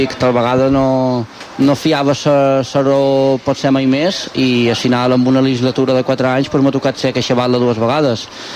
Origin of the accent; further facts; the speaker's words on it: Sant Lluís, Balearic Islands, Spain; soc molt de, sempre ho dic, soc molt de Sant Lluís